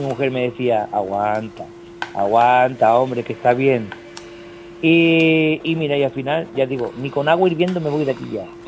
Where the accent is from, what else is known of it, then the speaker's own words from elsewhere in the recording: Menorca, Balearic Islands, Spain; viviendo 30 años vivo en Alayor. Y llevo toda mi vida en Menorca